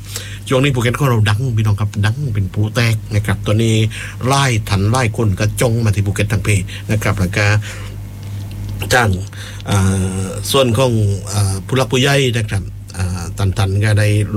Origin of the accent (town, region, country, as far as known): Phuket, Thailand